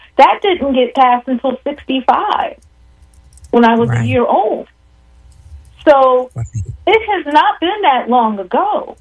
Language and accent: English; United States; I'm 62 years old, mm-hmm. which means I, as an American